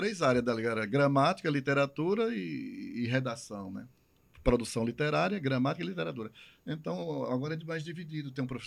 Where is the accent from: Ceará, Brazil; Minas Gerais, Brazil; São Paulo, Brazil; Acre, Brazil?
Ceará, Brazil; accent: Cariri accent, Pernambucan-like; moved away as an adult; also born or lived in Brasília; eu sou do interior do Ceará.